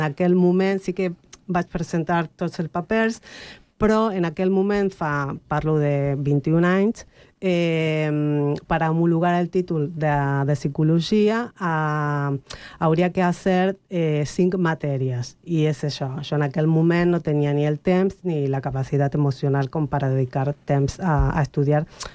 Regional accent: Argentina; moved away as an adult; also born or lived in Palma de Mallorca, Spain; now in Spain; quan jo vaig créixer allà, en realitat soc espanyola, a l'Argentina, bueno, soc espanyola de paper.

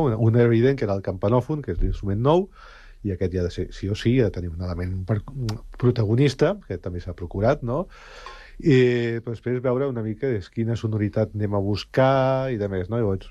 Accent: Sant Cugat del Vallès, Catalonia, Spain; moved away as an adult; jo soc nascut a Sant Cugat, actualment ja no hi visc a Sant Cugat, però soc nascut aquí i he viscut 41 anys a Sant Cugat.

